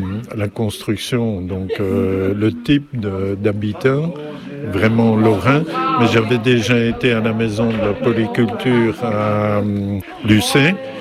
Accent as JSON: {"language": "French", "country": "Belgium", "moved": "yes", "lives_now": "Ménil-la-Tour, France", "said": "je viens de Belgique. Donc, ça fait 17-18 ans que je suis ici à Ménil-la-Tour."}